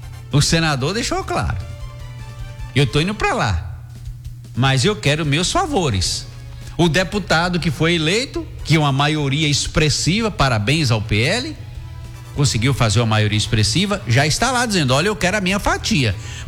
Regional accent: Brazil; dizer que somos brasileiros de verdade

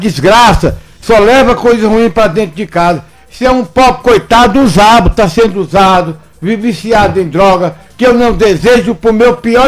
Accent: Brazil; Eu fico triste como brasileiro

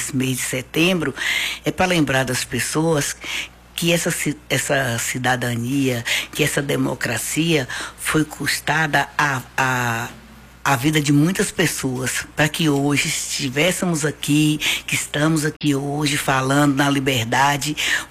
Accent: Brazil; a gente pode falar que nós somos brasileiros

